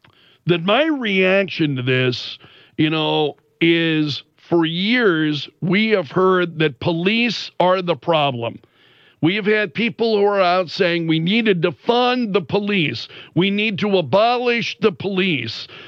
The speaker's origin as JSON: {"language": "English", "town": "Sioux Falls", "region": "South Dakota", "country": "United States", "tie": "born or raised there", "said": "I'm from Sioux Falls. I've grown up here. You know how much I love this community."}